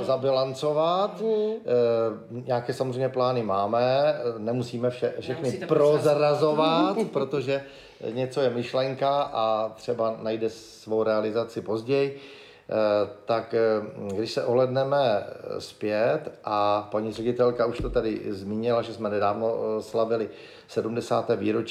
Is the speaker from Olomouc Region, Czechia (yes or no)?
no; Zlín, Zlín Region, Czechia; also born or lived in Kroměříž; Ano, jsem Valach. Rodák ze Zlína, což je taková brána Valašská.